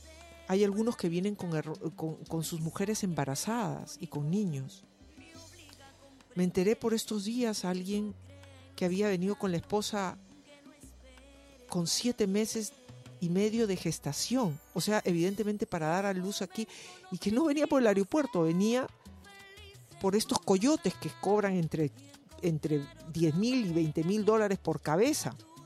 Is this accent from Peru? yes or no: yes; Peru; now in United States; me dolió muchísimo como peruana